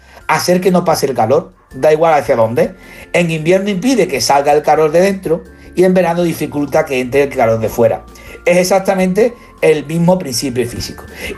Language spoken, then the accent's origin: Spanish; Seville, Andalusia, Spain